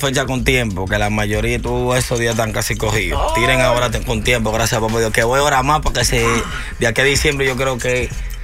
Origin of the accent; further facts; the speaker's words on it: Dominican Republic; somos dominicanos